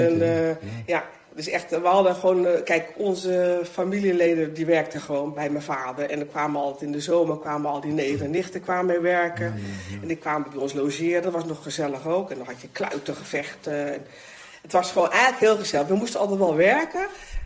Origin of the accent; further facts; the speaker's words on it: Sassenheim, South Holland, Netherlands; Ik ben een echte bollenvrouw. Want ik kom uit Sassenheim en mijn vader had een bloembollenkwekerij.